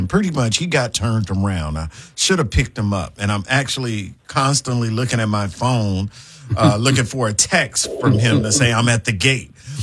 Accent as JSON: {"language": "English", "town": "Brooklyn", "region": "New York", "country": "United States", "moved": "yes", "lives_now": "Memphis, United States", "said": "So I went from Brooklyn to Nashville then to here."}